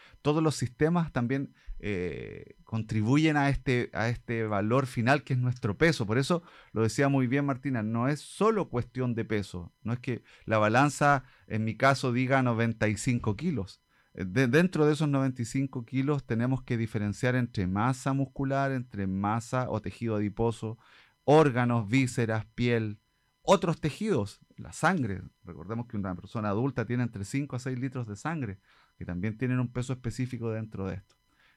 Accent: Osorno, Los Lagos, Chile; Partimos por Osorno porque es nuestra prioridad. Somos Osorno, somos de Osorno.

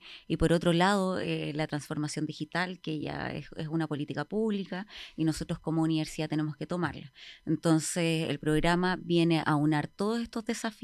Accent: Valparaíso, Chile; moved away as an adult; now in southern Chile; Bueno, yo soy de Valparaíso. Nacida y criada en Valparaíso y después de la pandemia yo me vine al sur de aventura con ese sueño nortino me vine a buscar nuevos horizontes al

